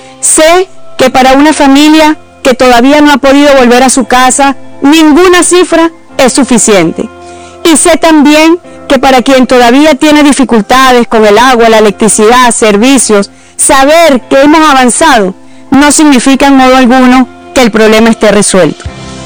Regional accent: Venezuela; Como venezolana, que me ha ocupado estos meses dirigir acción a los desafíos que nos preocupan como país

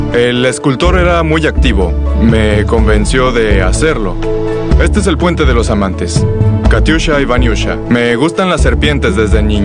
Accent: Kozelsk, Kaluga Oblast, Russia; Aquí todo es familiar. Toda la gente me conoce y también conoció a mis padres. Es mi tierra natal. Aquí nací

